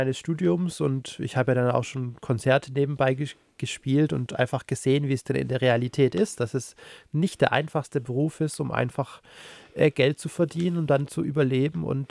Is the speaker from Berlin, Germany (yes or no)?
no; Unterensingen, Baden-Württemberg, Germany; aber auch nicht zu weit weg von meiner Heimat Stuttgart-Region, Unterenzingen, Nürtingen.